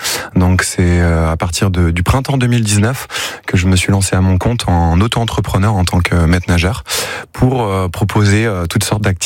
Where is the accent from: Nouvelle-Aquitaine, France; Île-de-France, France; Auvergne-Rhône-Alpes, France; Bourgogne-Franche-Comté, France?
Nouvelle-Aquitaine, France; Poitiers; moved away as an adult; now in Hennebont, France; Oui, effectivement, là, je suis originaire de Poitiers. Avec ma femme, on a décidé d'arriver en Bretagne en 2007, dans le Morbihan, à Hennebon.